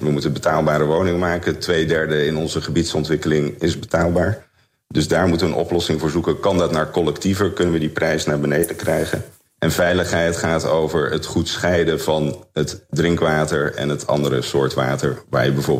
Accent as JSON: {"language": "Dutch", "country": "Netherlands", "said": "we zijn wel Nederlanders."}